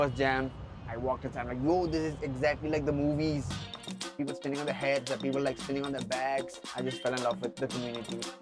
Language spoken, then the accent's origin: English; Shillong, Meghalaya, India; now in Bangalore, India; I'm from Shillong, but I live in Bangalore. Bangalore's chill, so I like it. I'm either second or third generation in India.